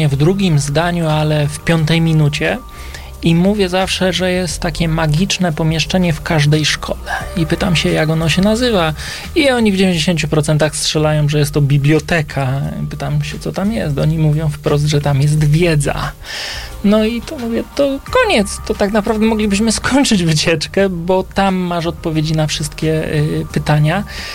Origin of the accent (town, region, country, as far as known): Kielce, Świętokrzyskie Voivodeship, Poland